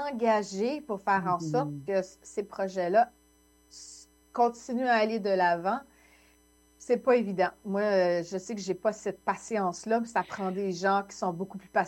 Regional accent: Montreal, Quebec, Canada; moved away as an adult; now in Hamilton, Canada; j'ai déménagé en 96 à Hamilton, moi, je suis originaire de Montréal, j'ai déménagé en 96 pour travailler là.

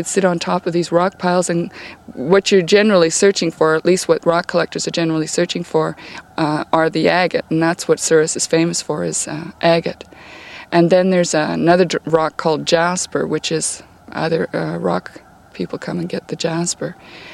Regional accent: Brandon, Manitoba, Canada; I'm from Brandon, Manitoba.

